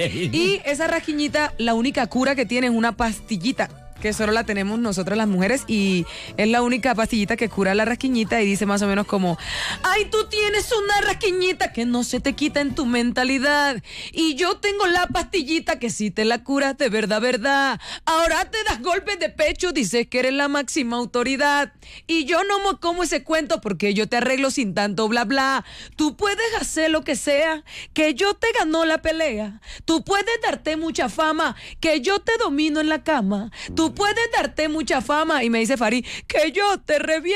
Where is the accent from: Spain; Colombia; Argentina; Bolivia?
Colombia; Aguachica, Cesar; also born or lived in Bucaramanga, Colombia; now in Valledupar, Colombia; Y queda cerca a mi pueblo, Aguachica Cesar, entonces me queda cerca para visitar a mis papás.